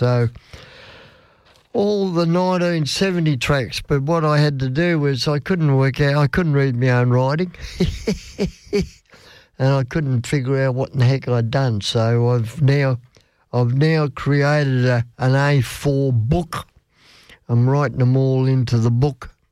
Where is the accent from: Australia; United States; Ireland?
Australia; And I am an Australian. I was born and bred here. And I'm proud of it too.